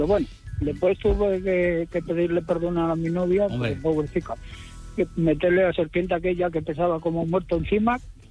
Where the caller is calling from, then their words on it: Salou, Catalonia, Spain; de Salou.